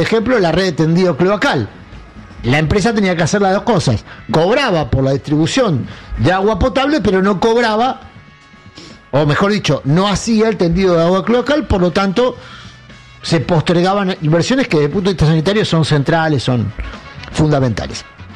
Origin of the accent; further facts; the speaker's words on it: Argentina; los argentinos, que somos argentinos de bien, pero al mismo tiempo somos bastante pelotudos